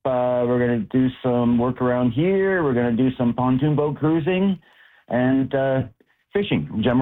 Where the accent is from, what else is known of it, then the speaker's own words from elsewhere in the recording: Ontario, Canada; I grew up in Southern Ontario, so it was a family tradition every year to go to the C&E.